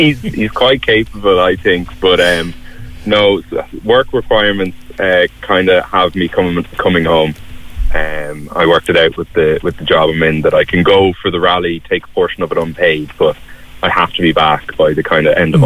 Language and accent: English; Navan, Leinster, Ireland; I'm from Navan.